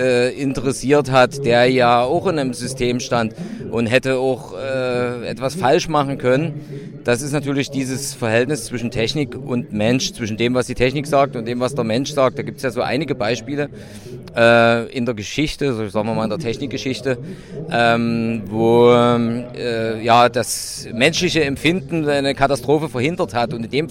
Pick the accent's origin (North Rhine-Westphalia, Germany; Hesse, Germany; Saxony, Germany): Saxony, Germany; Dresden; ich komme aus Dresden.